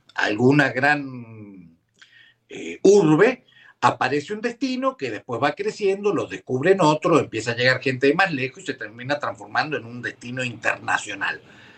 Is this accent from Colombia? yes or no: no; Mendoza, Argentina; No somos genios los mendocinos. Yo me enorgullezco mucho de ser mendocino, soy mendocinista, si se quiere, pero una es que vivimos en un desierto. Esto es un desierto, no es árido, no es un clima seco, es un desierto. Acá llueve 160 milímetros